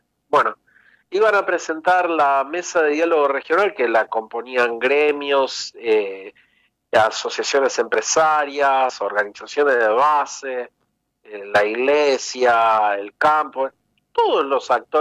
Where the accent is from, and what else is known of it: Argentina